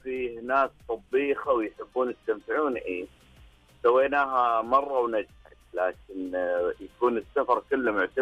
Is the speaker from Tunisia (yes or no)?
no; Riyadh, Riyadh Province, Saudi Arabia; أنا من الرياض.